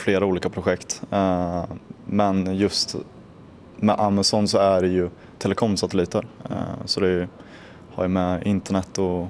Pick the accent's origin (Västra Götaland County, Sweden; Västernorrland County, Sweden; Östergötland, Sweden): Östergötland, Sweden; Vadstena; now in Linköping, Sweden; 24 år gammal. Född och uppvuxen i Vadstena. Men har bott nu i Linköping i ett år.